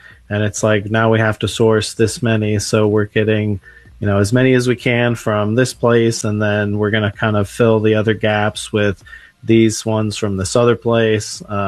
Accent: Texas, United States; also born or lived in New York City; they hired me because I was from Texas.

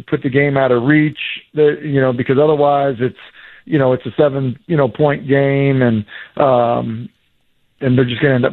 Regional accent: New England, United States; moved away as an adult; now in Tennessee, United States; growing up in New England

